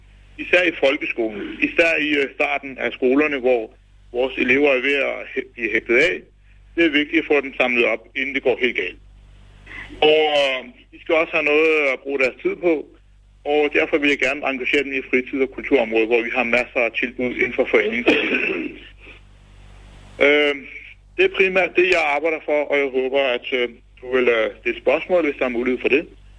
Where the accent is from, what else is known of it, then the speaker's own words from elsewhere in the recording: Høje-Taastrup, Capital Region of Denmark, Denmark; Jeg er pakistansk mand fra Høje-Taastrup Kommune. Jeg er 27 år, uddannet revisor